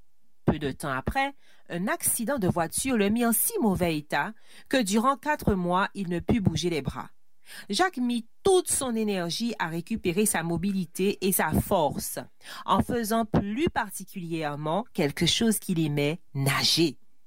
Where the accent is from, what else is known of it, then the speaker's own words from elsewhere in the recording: Pointe-Noire, Republic of the Congo; chez nous à Malendu, Pointe-Noire